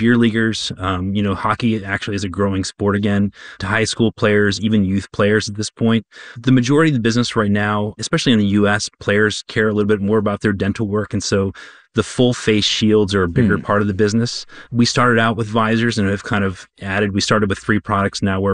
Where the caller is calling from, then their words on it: Arlington, Virginia, United States; I'm calling in from Arlington, Virginia.